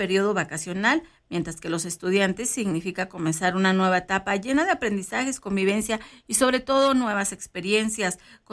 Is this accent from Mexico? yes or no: yes; Mexico